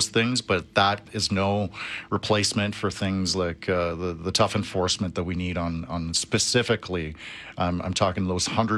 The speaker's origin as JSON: {"language": "English", "town": "Calgary", "region": "Alberta", "country": "Canada", "tie": "born or raised there", "said": "It's like for me, growing up in Forest Lawn, Dover, East Calgary, things could have gone a lot different for me"}